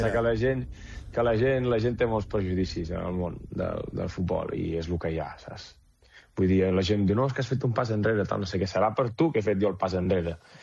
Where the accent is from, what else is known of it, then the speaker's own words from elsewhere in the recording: Vic, Catalonia, Spain; Però és normal, jo soc de Vic, llavors, fill meu.